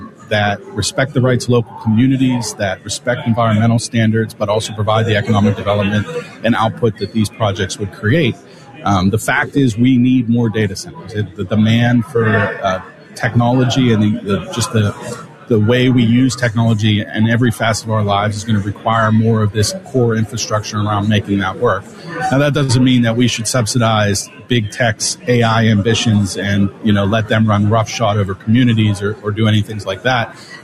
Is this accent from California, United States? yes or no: no; Pennsylvania, United States; born or raised there